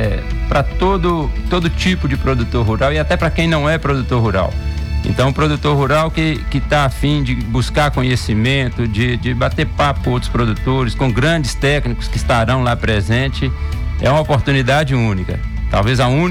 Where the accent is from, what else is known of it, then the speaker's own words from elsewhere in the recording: Nova Era, Minas Gerais, Brazil; born there; Sou de Nova Era, sim, e estou trabalhando lá desde 2010. Sou nascido lá, saí para estudar, voltei.